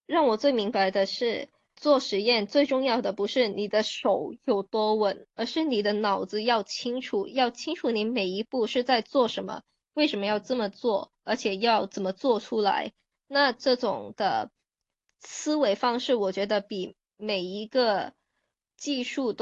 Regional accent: Hong Kong; now in China; 会照顾到我们是从香港来的，可能听不懂他们说的普通话的术语

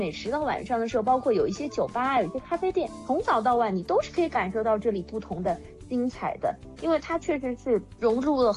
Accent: Guiyang, Guizhou, China; 我就想和小福以及我们各位朋友来推荐一下我们贵阳人在贵阳吃什么店，哪些街道可以逛一下的

